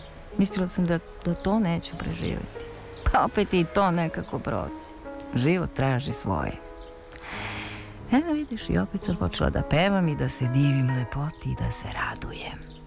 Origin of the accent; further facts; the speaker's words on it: Brankovina, Šumadija and Western Serbia, Serbia; also born or lived in Rabrovica; rođena sam u tvojoj i mojoj Rabrovici. Ali sam kao mala odneta u Brankovinu.